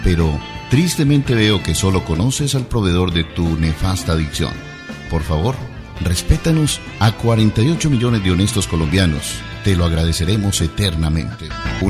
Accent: Colombia; Yo soy colombiano.

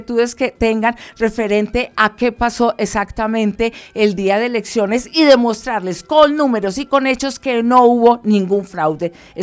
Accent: Huila, Colombia; moved away

